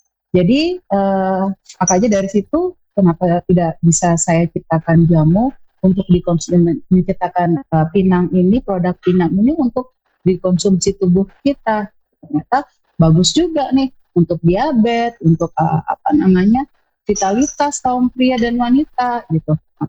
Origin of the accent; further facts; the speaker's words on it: Jayapura, Papua, Indonesia; Tapi saya lahir besar di Papua, di Jayapura.